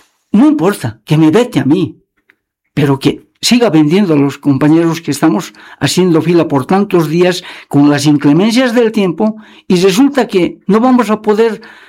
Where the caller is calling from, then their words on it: Bolivia; Yo soy tan ciudadano boliviano como cualquier otro de la Transpando y de la Transvaca 10